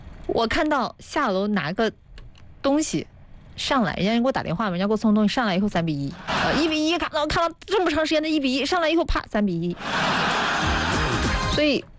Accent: Huaibei, Anhui, China; moved away; 因为我小时候在淮北嘛

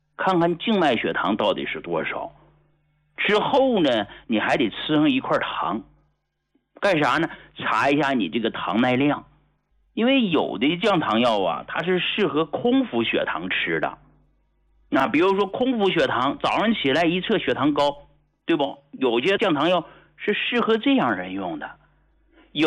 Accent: Hegang, Heilongjiang, China; moved away as an adult; now in Beijing, China; 我是从农村走出来的，我是从黑龙江鹤岗工农区走出来的

